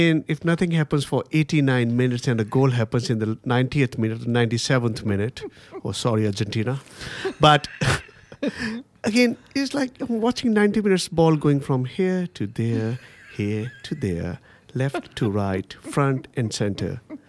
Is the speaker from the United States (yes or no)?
no; Delhi, India; moved away as an adult; now in Bendigo, Australia; I am from Delhi, which are the two biggest cities in India and busiest cities.